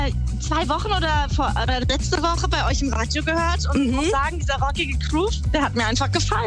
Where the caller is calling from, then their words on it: Zwingenberg, Hesse, Germany; Aus Zwingenberg.